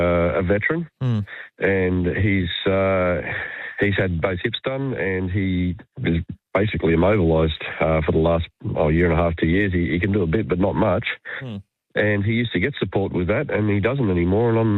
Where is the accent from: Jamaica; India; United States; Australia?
Australia; the way I was brought up in Australia